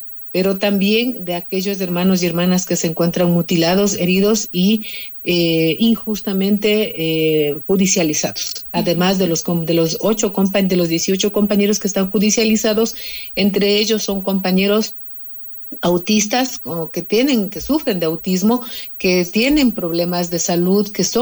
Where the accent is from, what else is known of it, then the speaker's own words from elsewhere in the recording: Otavalo, Imbabura, Ecuador; Solamente aclarándote que no soy de Cotacachi. Es de Cotacachi, es un pueblo vecino, hermano nuestro, pero yo soy de Otavalo.